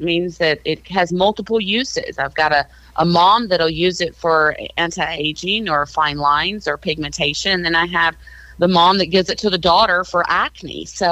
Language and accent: English; Muhlenberg County, Kentucky, United States; my hometown of Muhlenberg County